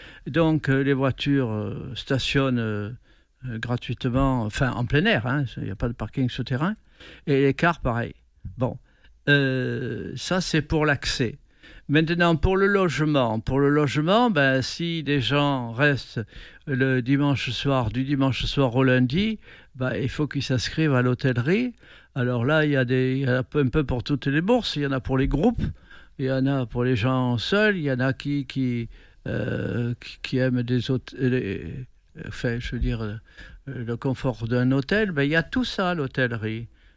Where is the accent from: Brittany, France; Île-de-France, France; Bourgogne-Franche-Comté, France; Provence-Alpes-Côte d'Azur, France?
Provence-Alpes-Côte d'Azur, France; chez nous, en Provence